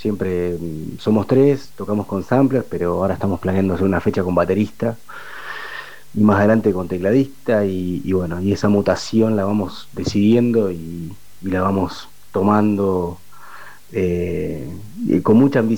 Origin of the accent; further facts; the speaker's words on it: Pehuajó, Buenos Aires Province, Argentina; Hola Chiqui … de Pehuajó, bajista de … una hermosa banda de indie rock y post-punk de esta ciudad.